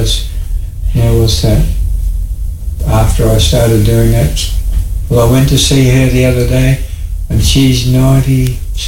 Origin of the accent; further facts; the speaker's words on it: Crookwell, New South Wales, Australia; born there; I was born in Crookwell